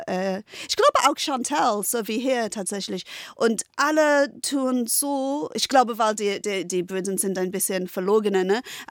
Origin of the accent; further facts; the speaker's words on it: East of England, United Kingdom; German is a second language; Ich komme aus Essex, London, und wir haben kleinere Häuser, aber die haben jetzt Geld.